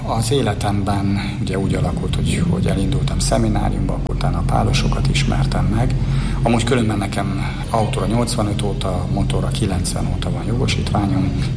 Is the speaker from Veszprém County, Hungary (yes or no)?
no; Budapest, Hungary; én kőbányai vagyok, kőbányán születtem